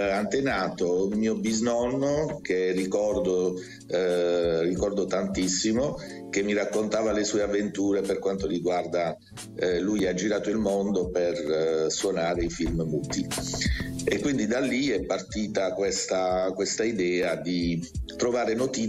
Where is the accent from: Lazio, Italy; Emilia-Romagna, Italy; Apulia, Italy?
Apulia, Italy; Massafra; Ho fatto delle ricerche su di lui qui nel mio paese, Massafra.